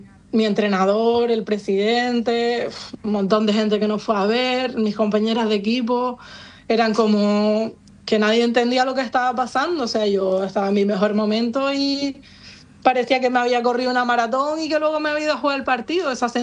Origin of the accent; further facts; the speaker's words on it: Lanzarote, Canary Islands, Spain; Yo soy de Lanzarote